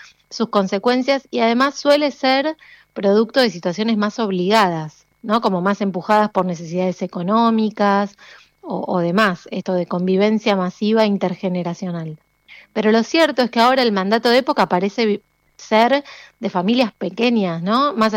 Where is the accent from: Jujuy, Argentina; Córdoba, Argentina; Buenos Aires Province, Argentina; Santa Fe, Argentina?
Buenos Aires Province, Argentina; Rojas; moved away; yo vengo de una zona relativamente rural, me crié en Rojas, provincia de Buenos Aires, y mis abuelos venían del campo